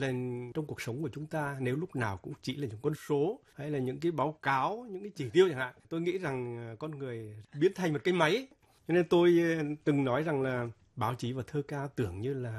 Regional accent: Hà Tĩnh, Vietnam; moved away; Quê tôi Hà Tĩnh

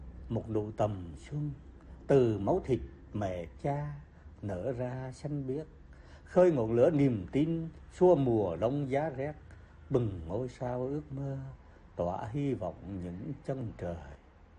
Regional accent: Phú Yên, Vietnam; làng quê của chúng tôi ở Phú Yên, một trong những nơi ác liệt nhất trong hai cuộc chiến tranh chống Pháp và chống Mỹ

